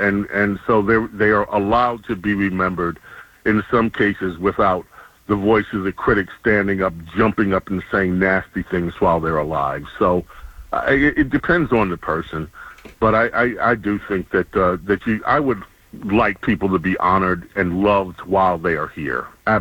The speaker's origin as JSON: {"language": "English", "town": "New York City", "region": "New York", "country": "United States", "tie": "born or raised there", "said": "I'm so grateful to God that I lived in New York City when I did, that I was raised in New York City. I was a kid, 12, 13 years old."}